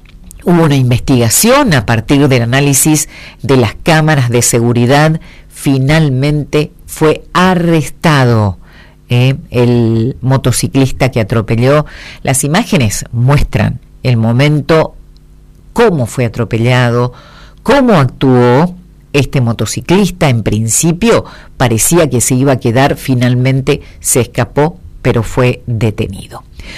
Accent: Argentina; Si no sufrimos, no somos argentinos.

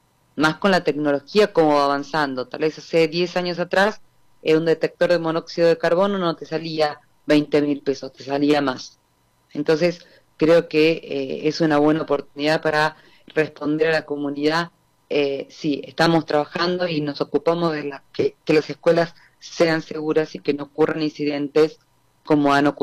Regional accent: San Martín de los Andes, Neuquén, Argentina; Yo vengo de San Martín de los Andes y hay una comunidad educativa muy activa.

